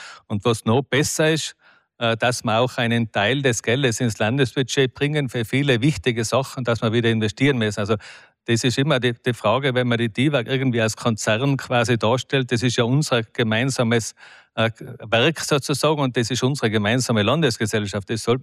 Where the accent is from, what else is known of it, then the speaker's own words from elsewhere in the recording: Tyrol, Austria; Ich komme aus dem Zillertal.